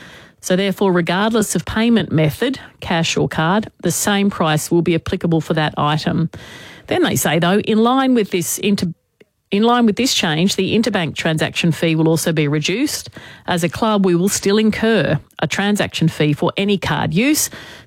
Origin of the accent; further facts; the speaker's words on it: Queensland, Australia; I am a Queenslander by birth. If you have not heard me declare that before, I am a Queenslander by birth. So I spent my formative years there.